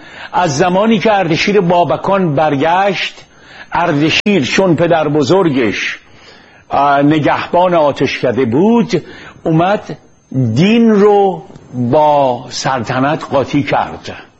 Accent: Iran; خب نژاد من چیه؟ ملت من چیه؟ من کجاییم؟ من ایرانیم.

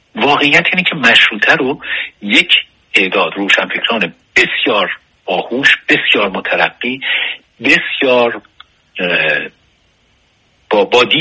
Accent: Iran; ما اکثریت مردم ایران بودیم

